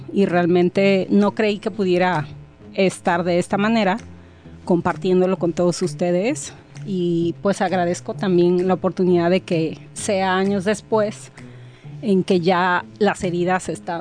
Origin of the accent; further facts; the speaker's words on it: Acapulco, Guerrero, Mexico; moved away; yo salí de Acapulco, pero Acapulco no salió de mí, ¿no? Y es un placer poder estar aquí en mi tierra natal